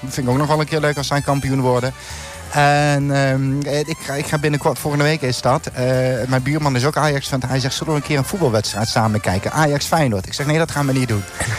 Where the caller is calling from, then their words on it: Sittard, Limburg, Netherlands; Maar ik kom uit Sittard